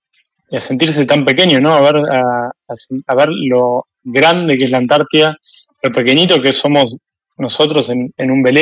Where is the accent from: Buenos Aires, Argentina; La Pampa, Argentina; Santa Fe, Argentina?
Buenos Aires, Argentina; Somos de la zona de la costa. Buenos Aires.